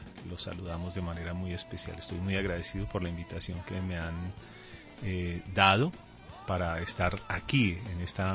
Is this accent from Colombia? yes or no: yes; Colombia; also born or lived in Caracas, Venezuela; De hecho, soy nacido en Caracas, criado aquí en Colombia desde los 2 años.